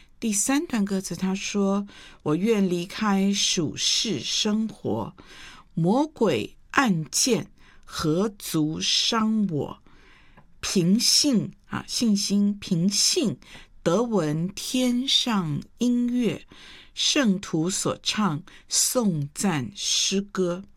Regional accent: Taipei, Taiwan; 我们就是台北的、台湾的

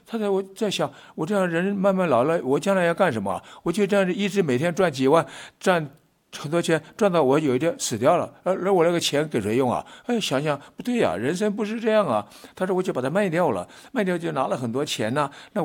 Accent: Taiwan; 我们在台湾打高尔夫球很贵

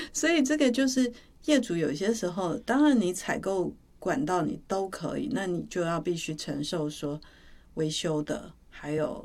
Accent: Taiwan; 我们台湾这边

